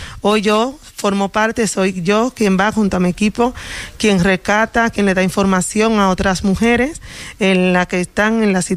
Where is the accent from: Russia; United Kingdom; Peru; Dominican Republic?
Dominican Republic; now in Spain; yo soy de origen dominicano. Uh-huh. Y llegué aquí a España en el 2021